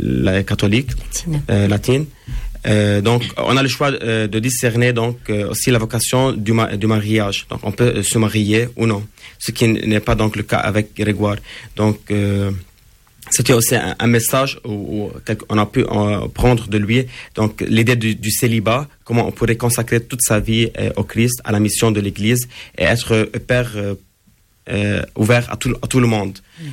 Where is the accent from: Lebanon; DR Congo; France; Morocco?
Lebanon; en tant que Libanais en premier lieu, en tant que chrétien